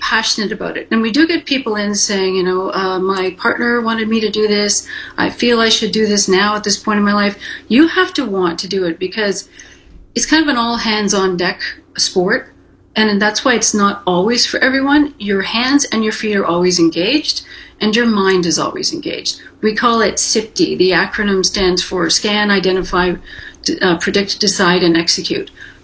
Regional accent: Winnipeg, Manitoba, Canada; I was born and raised in Winnipeg, so I know what the wide open prairies are like. I still have ice in my veins.

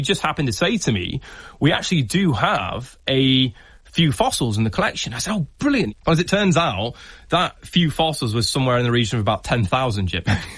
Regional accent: Doncaster, Yorkshire and the Humber, United Kingdom; As a youngster growing up in Doncaster, many of our family trips ended up going to the Yorkshire coastline.

